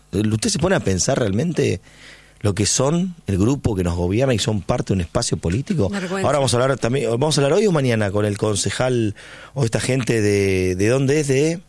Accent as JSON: {"language": "Spanish", "country": "Argentina", "said": "Chicos, merecemos, sí, como argentinos, volver a lo normal a partir del 10 de diciembre."}